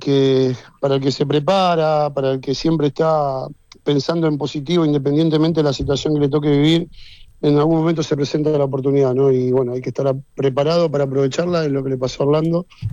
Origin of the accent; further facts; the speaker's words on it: Buenos Aires, Argentina; Yo soy, escuchame, Gavilán entre Carranza y Las Canas, a la vuelta de la casa del Diego, imagínate.